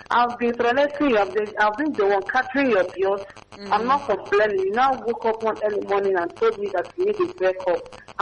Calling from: Aba, Abia, Nigeria; I'm calling from Aba, the 5B First Road.

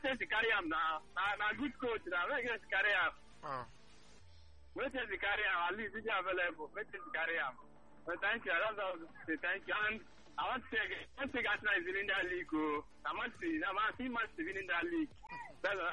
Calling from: Aba, Abia, Nigeria; I'm calling from Abba.

